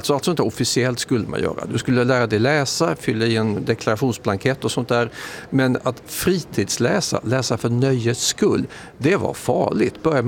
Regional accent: Staffanstorp, Skåne, Sweden; Jag utnyttjade Staffanstorps kommunbibliotek där jag växte upp väldigt, väldigt mycket.

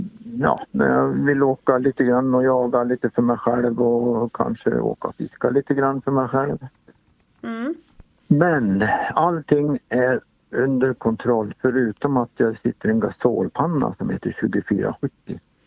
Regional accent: Sweden; moved away as an adult; now in Bergsjö, Sweden; Född och uppvuxen på Kungören.

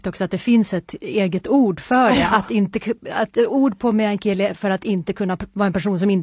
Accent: Norrbotten County, Sweden; Även om vi har vuxit upp i Tornedalen.

